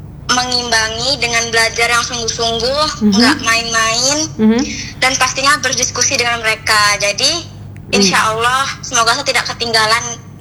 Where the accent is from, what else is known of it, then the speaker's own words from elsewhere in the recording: Natuna, Riau Islands, Indonesia; also born or lived in Pontianak; Sebenarnya asal itu dari kecil di Natuna. Terus SD-nya pindah ke Kota Pontianak.